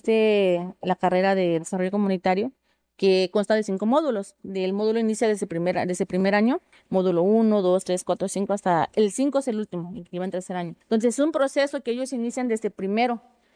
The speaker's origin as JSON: {"language": "Spanish", "town": "Cochoapa", "region": "Guerrero", "country": "Mexico", "tie": "born or raised there", "said": "soy originaria de Cochoapa, pero estoy trabajando aquí como docente en el Bachillerato Intercultural Plantel 08 Zacualpan."}